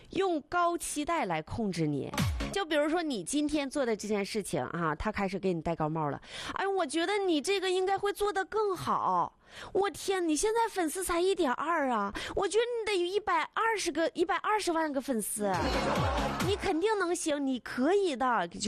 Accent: Northeast China, China; 作为东北人

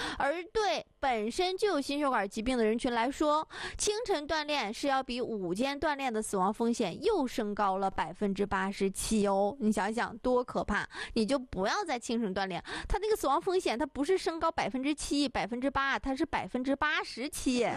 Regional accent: Northeast China, China; 咱们东北人均DNA 里面就有会种菜的基因

